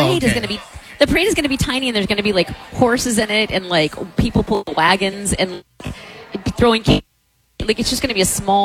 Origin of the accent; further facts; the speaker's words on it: Fort Madison, Iowa, United States; What if I do something big and then they have to have a parade because I'm from Fort Madison and then I get to sit in the car and wave?